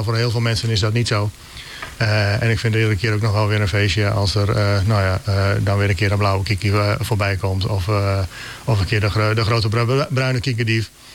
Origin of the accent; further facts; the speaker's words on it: Appingedam, Groningen, Netherlands; now in Nieuwolda, Netherlands; En ik kom van oorsprong uit Appingedam, dus daar kom ik weg. Ja. Ben op enig moment geland in Nieuwolda.